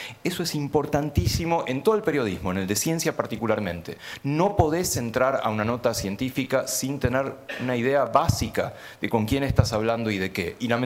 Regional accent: Argentina; Yo vengo de Argentina

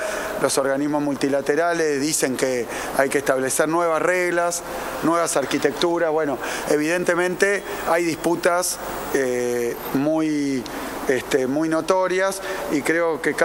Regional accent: Argentina; accent: Rioplatense; lo digo en Río Platense

